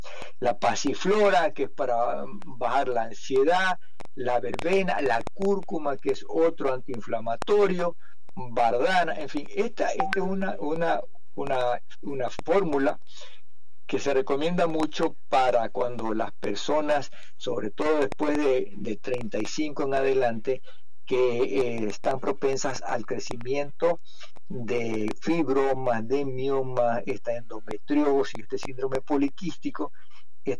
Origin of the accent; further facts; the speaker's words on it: Guayaquil, Guayas, Ecuador; moved away as an adult; now in Grand Rapids, United States; Cuando voy a mi país, mi tierra, Ecuador, Guayaquil, la ciudad donde yo vivo, una ciudad grande, 3 millones de habitantes